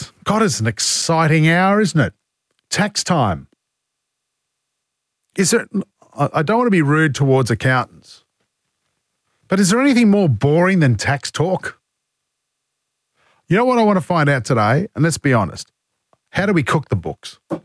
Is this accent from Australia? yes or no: yes; New South Wales, Australia; born there; I was born in New South Wales. Well, I think I was born in New South Wales